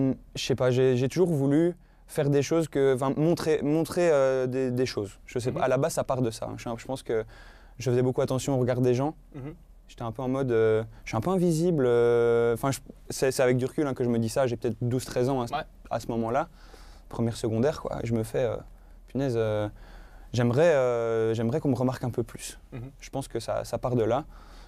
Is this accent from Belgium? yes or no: yes; Wallonia, Belgium; moved away as an adult; now in Brussels, Belgium; quand j'y retourne, je me rends compte que j'ai eu de la chance de grandir là-bas. Parce que c'est la campagne et tout. Là maintenant, je suis sur Bruxelles